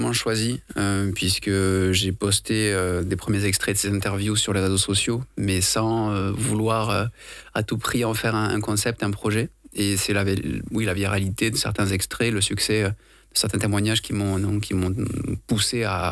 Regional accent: Condom, Occitanie, France; Oui tout à fait, je viens du Gers de Condom précisément

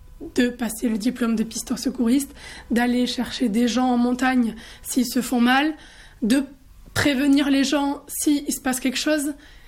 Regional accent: Occitanie, France; Alors, je suis originaire d'ici. Je suis originaire de Lucens-Sauveur.

